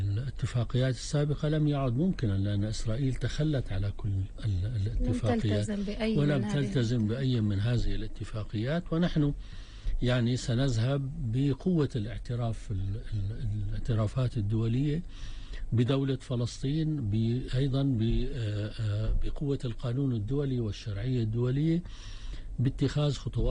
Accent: Palestine; إحنا كفلسطينيين

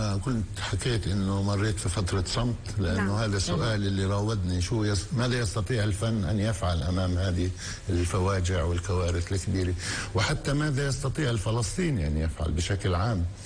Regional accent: Palestine; إحنا أيضا كفلسطينيين

